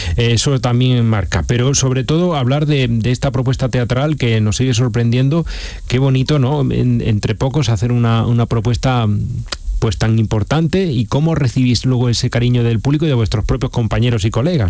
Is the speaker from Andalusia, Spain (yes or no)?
yes; Granada, Andalusia, Spain